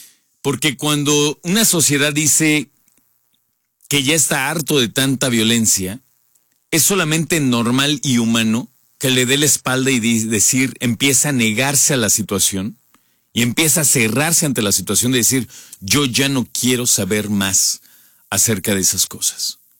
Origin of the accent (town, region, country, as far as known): Mexico